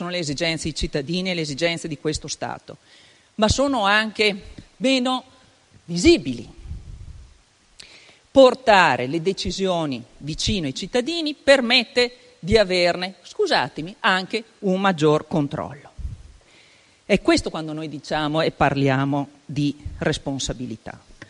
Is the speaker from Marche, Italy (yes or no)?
no; Veneto, Italy; Abbiamo una forte identità. Abbiamo la voglia di distinguerci come veneti, perché siamo orgogliosi di esserlo.